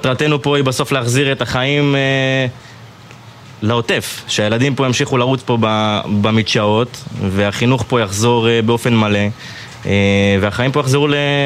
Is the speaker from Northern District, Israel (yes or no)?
yes; Northern District, Israel; באופן אישי אני נולדתי בצפון, וכבר מגיל קטן אנחנו חיינו במלחמות, אם זה לבנון השנייה